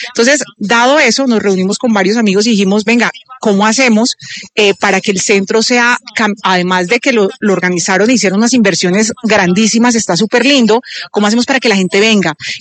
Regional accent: Santander, Colombia; yo tuve la oportunidad de estar unos años viviendo en México, y siempre me pasaba que cuando quería llevar algo muy de mi tierra, me tocaba ir a todas partes.

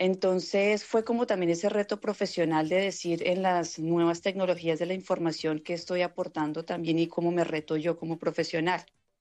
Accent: Colombia; como colombianos yo hablo en mi país cuando me corresponda, en mi ciudad

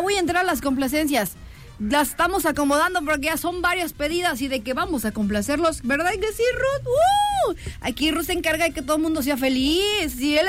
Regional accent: Jalisco, Mexico; now in Colima, Mexico; yo recuerdo que vengo del sur de Jalisco, de allá de aquellos lados.

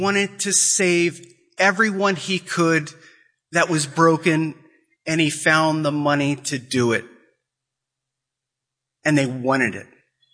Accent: Ireland; So mention, I'm Irish, and I love what Father Flanagan did with the Boys Town.

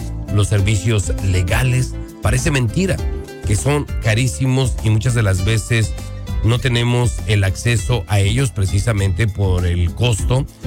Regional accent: Mexico

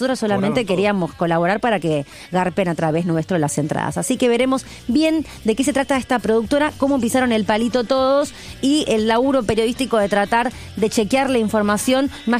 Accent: Argentina; como somos los argentinos

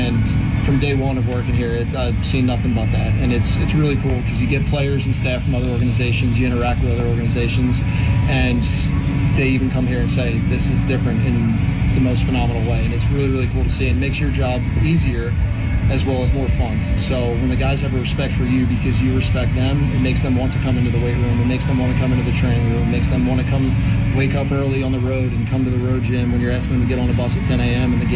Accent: New Jersey, United States; Growing up in the South Jersey, Greater Philadelphia area, it was cool to have my first job in professional baseball with the Phillies

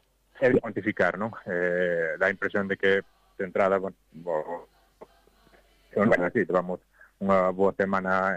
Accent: Rianxo, Galicia, Spain; os que somos de Rianxo, pois militamos na Guadalupe

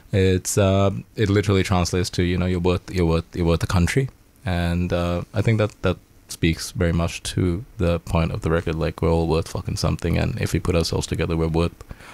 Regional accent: Sri Lanka; accent: Sri Lankan; moved away; Wait, I feel like I didn't use my Sri Lankan accent.

